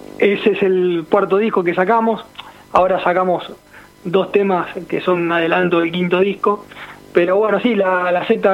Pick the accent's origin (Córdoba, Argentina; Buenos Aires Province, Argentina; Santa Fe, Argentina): Buenos Aires Province, Argentina; Villa Madero; Me crié en Villa Madero y sostengo Villa Madero.